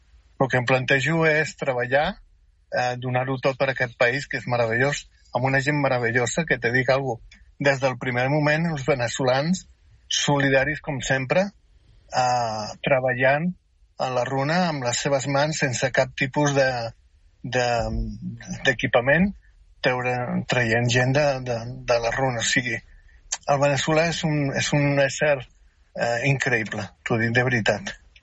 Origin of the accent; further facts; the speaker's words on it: Catalonia, Spain; born there; accent: South American; also born or lived in Venezuela; jo m'estimo molt Catalunya, és la meva terra, és on vaig néixer, i m'estimo moltíssim Venezuela perquè és la terra que m'ho va donar tot.